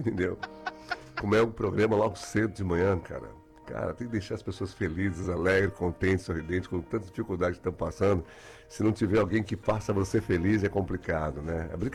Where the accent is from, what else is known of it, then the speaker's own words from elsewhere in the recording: Rio de Janeiro, Brazil; Deixa eu ver. Eu sou do Rio de Janeiro.